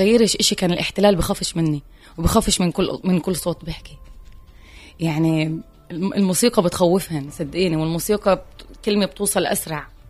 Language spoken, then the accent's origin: Arabic; Palestine; إنه أنا أكتر بلد عربي بحس حالي فيه حرة كفلسطينية هو تونس